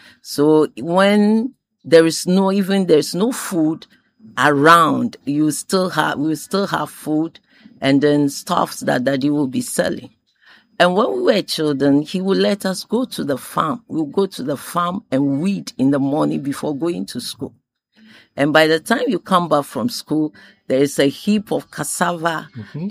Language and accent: English; Agbozume, Volta, Ghana; also born or lived in Accra; My parents were Airways. We are from Agbozume.